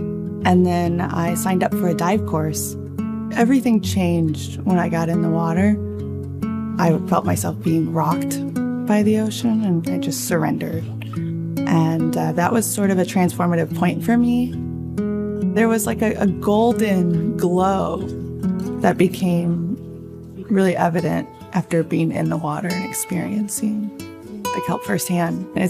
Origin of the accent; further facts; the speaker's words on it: Kansas, United States; moved away; I am originally from Kansas